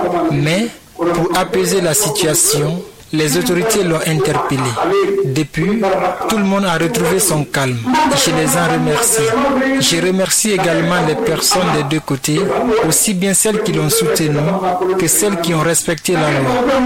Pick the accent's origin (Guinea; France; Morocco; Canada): Guinea; Et moi aussi, je suis Guinéen, âgé de plus de 80 ans.